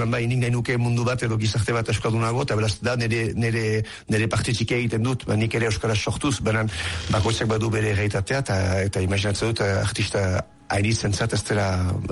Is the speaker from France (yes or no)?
yes; Bayonne, Nouvelle-Aquitaine, France; gehi bizitzea eskualde batean, Baiona bezalako hiri batean, txikia nintzenean, nun euskaldunak girela euneko amaja edorako zerbait